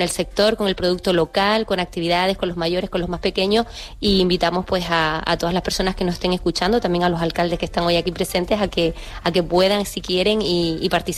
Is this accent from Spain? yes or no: yes; Teguise, Canary Islands, Spain; es una noticia estupenda para los que somos de Teguise, para los vecinos de La Graciosa